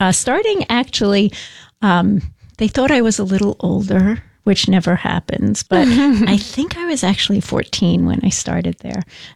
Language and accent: English; New York City, New York, United States; I grew up in New York, so we had a place out on the island